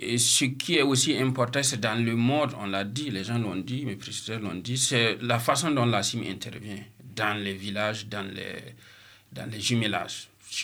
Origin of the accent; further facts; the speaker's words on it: Burkina Faso; je suis du Burkina